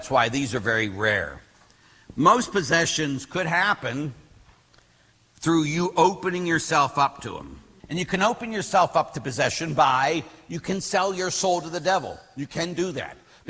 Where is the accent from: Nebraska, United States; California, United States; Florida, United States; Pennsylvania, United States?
Pennsylvania, United States; Pittsburgh; When we were kids, I'll never forget, we came to Waldemere. And at Waldemere, because we're from Pittsburgh, we came up there.